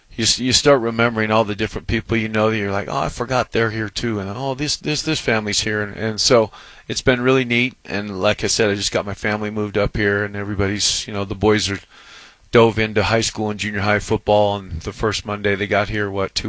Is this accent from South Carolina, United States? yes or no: no; Payson, Utah, United States; moved away; I'm from Payson, Utah